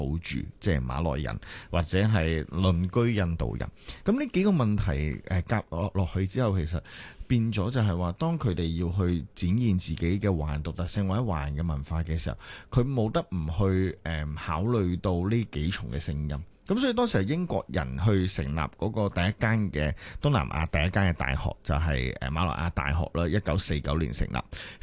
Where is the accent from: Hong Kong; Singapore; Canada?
Singapore; 所以點解我哋新加坡人讀喺新加坡讀中文系，其實讀埋中國歷史